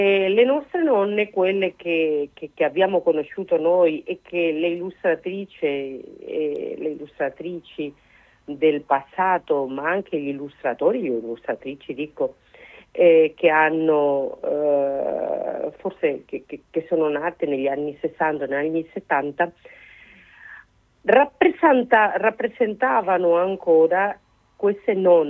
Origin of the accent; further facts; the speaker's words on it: Spain; io sono spagnola